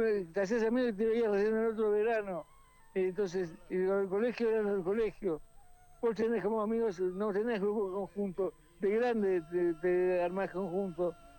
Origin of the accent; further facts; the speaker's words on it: Castelar, Buenos Aires Province, Argentina; born there; Sí, de pie en Castelar.